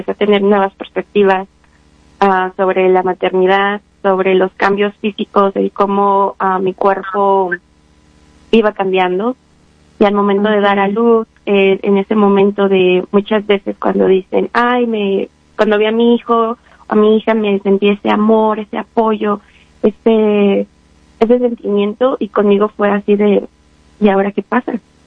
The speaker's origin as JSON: {"language": "Spanish", "town": "Apizaco", "region": "Tlaxcala", "country": "Mexico", "said": "Bueno, soy mexicana del estado de Tlaxcala, es el estado más chiquito que se encuentra en la República Mexicana, en la ciudad de Apizaco."}